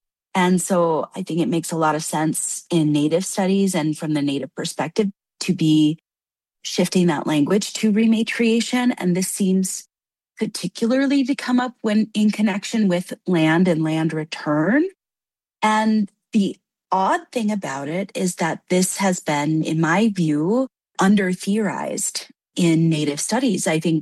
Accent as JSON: {"language": "English", "town": "Minneapolis", "region": "Minnesota", "country": "United States", "tie": "born or raised there", "said": "So I grew up in the Minneapolis area, I'm back in Dakota homelands, which is wonderful."}